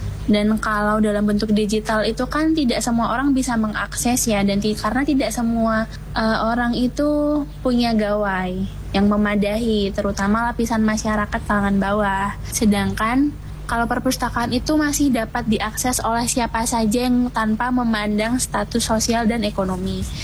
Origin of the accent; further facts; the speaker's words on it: Yogyakarta, Special Region of Yogyakarta, Indonesia; Saya adalah warga Jogja asli.